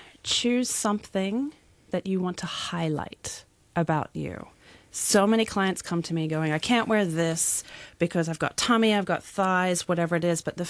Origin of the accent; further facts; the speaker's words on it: Australia; I'm Aussie.